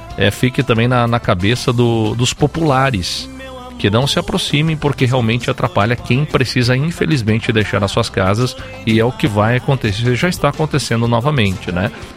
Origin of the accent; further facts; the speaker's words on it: Brazil; Eu me criei ali na Vila Argentina, né, na casa da minha mãe. E ali é um dos primeiros lugares que pega enchente